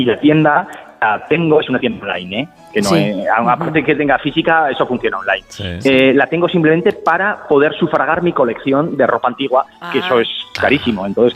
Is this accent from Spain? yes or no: yes; Sabiñánigo, Aragon, Spain; moved away; No, yo soy de Sabiñánigo, de la provincia de Huesca, pero llevo ya aquí casi 26 años.